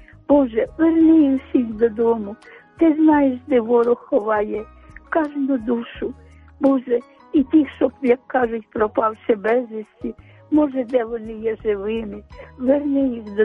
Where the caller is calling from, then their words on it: Kyiv, Ukraine; я з Оболоні, з Києва.